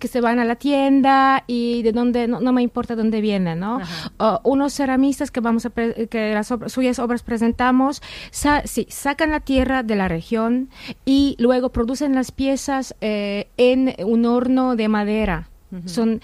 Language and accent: Spanish; Kraków, Lesser Poland, Poland; Spanish is a second language; Yo vengo de Cracovia, que es la antigua capital de Polonia, con un castillo de renacentista, con muchos edificios renacentistas, el centro es muy histórico